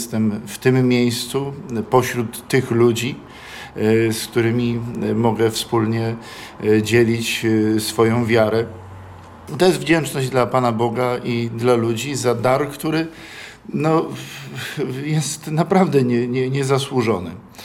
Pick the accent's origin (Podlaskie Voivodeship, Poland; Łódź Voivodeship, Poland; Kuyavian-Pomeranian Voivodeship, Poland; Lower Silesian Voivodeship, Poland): Łódź Voivodeship, Poland; Strońsko; Ja pochodzę z wiejskiej parafii, która znajduje się koło Zduńskiej Woli. To jest parafia Strońsko, kościół romański, niewielki kościółek, bardzo piękna okolica.